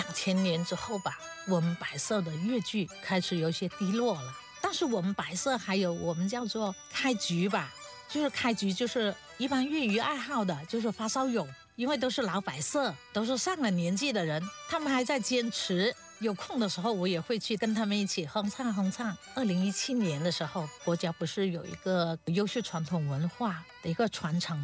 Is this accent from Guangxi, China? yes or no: yes; Baise, Guangxi, China; 我也是土生土长的白色人吧。